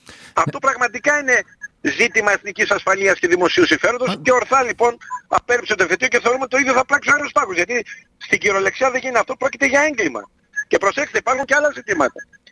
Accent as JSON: {"language": "Greek", "town": "Florina", "region": "Western Macedonia", "country": "Greece", "tie": "born or raised there", "moved": "yes", "lives_now": "Thessaloniki, Greece", "said": "Εγώ γεννήθηκα και μεγάλωσα στη Φλόρινα. Ο πατέρας μου μιλούσε το τοπικό ιδίωμα."}